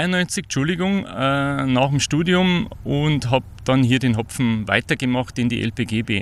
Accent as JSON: {"language": "German", "region": "Bavaria", "country": "Germany", "moved": "as an adult", "lives_now": "Besenstedt, Germany", "said": "ich komme ursprünglich aus der Hallertau, das liegt zwischen Ingolstadt und München, wird schon mal jeder gesehen haben, der noch im Süden in Urlaub gefahren ist. Ich bin dann 91 hierher gekommen, 92, Entschuldigung, nach dem Studium"}